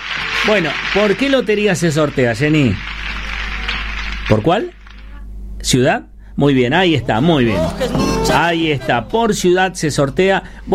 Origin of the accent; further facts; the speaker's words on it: Santiago del Estero, Argentina; Ustedes saben que nosotros apuntamos mucho a Santiago del Estero porque somos oriundos de Santiago, ¿sí?